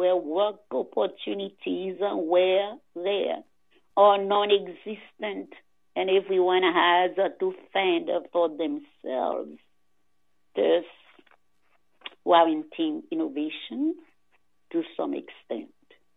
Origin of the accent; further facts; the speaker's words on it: Haiti; When I was growing up in Haiti